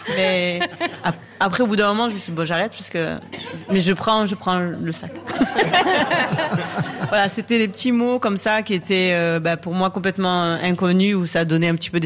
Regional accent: Avignon, Provence-Alpes-Côte d'Azur, France; now in Switzerland; Bon, moi, je viens d'Avignon, je suis française

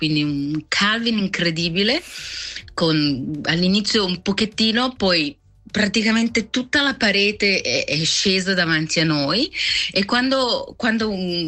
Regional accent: Collina d'Oro, Ticino, Switzerland; now in Canada; Svizzera.

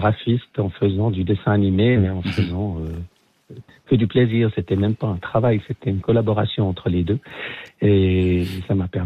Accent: Vaud, Switzerland; Les vaudoiseries, puisque je suis vaudois d'origine, donc, et que je l'ai fait aussi par rapport à... j'habite à la campagne

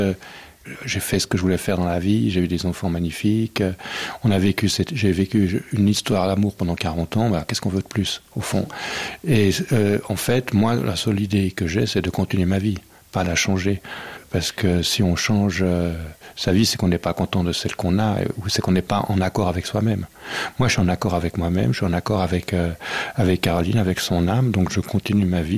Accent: Switzerland; On était privilégiés quand même. On est des Suisses, là, privilégiés dans un monde de Disneyland.

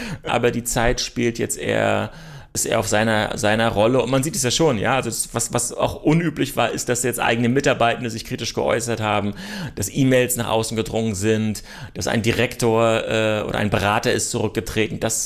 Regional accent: Germany

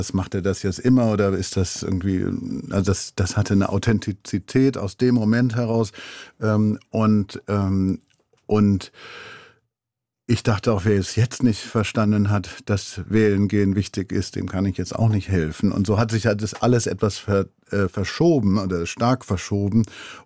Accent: Remscheid, North Rhine-Westphalia, Germany; Ich habe in meiner Heimatstadt Remscheid vor 2-3 Jahren viel fotografiert.

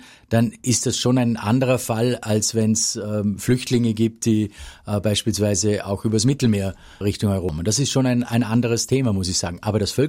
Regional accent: Höchst, Vorarlberg, Austria; born or raised there

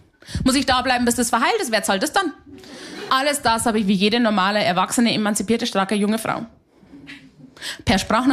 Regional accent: Haunersdorf, Bavaria, Germany; moved away; Ich bin aus einem sehr, sehr kleinen Ort in Niederbayern. Ich bin aus Haunersdorf bei Simbach, bei Landau an der Isar. Das sind 3 Orte und ein Fluss und ihr wisst nicht grob, wo das ist. Da bin ich her, da wohnen 500 Menschen

